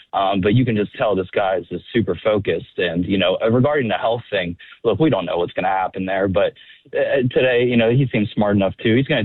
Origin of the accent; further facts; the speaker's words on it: Pennsylvania, United States; I'm from Western PA. They call it the cradle of quarterbacks in the United States.